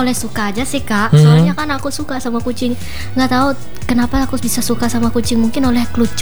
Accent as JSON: {"language": "Indonesian", "region": "Central Kalimantan", "country": "Indonesia", "moved": "yes", "lives_now": "Palangka Raya, Indonesia", "said": "Dari desaku ke desa yang kejadian ini setengah jam."}